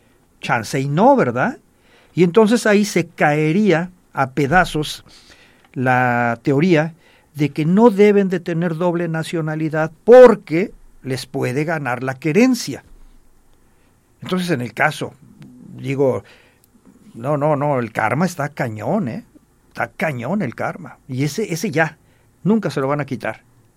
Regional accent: Mexico City, Mexico; born there; moved away; Aquí vivo feliz a todas margaritas. Pero soy de la Ciudad de México y aquí guarda en mi corazoncito un cachito de smog de por allá.

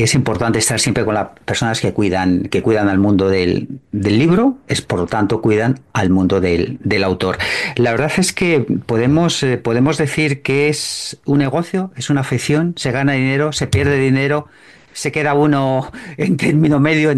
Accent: Madrid, Community of Madrid, Spain; born there; Lo más castizo de todo Madrid, Chamberí, como yo digo, yo que nací en Chamberí.

